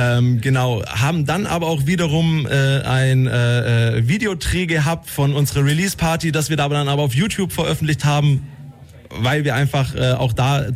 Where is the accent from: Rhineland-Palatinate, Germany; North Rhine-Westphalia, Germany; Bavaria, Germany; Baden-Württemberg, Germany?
Baden-Württemberg, Germany; Ulm; wir kommen aus Ulm tatsächlich.